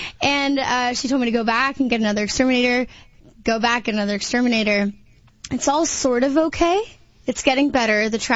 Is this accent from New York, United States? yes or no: yes; New York, United States; accent: New York; the thickest New York accent I could to see if he would, like, trust me better. I don't know. I'm from New York.